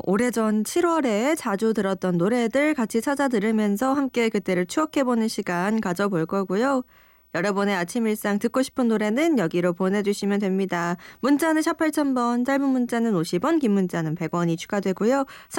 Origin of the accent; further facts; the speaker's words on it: South Korea; 저는 한국인인 게 참 좋아요.